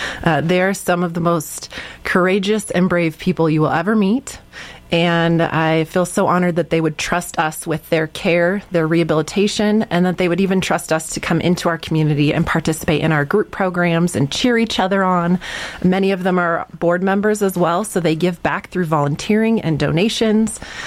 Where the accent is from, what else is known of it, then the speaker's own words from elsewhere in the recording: Oregon, United States; So when we moved back to Oregon, I'm originally from Oregon. When we moved back to Oregon, my husband and I talked